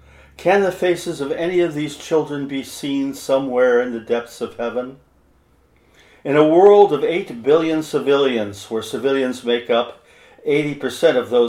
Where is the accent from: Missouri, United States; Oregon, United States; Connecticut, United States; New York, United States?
Oregon, United States; Cottage Grove; I am a writer from Cottage Grove, Oregon.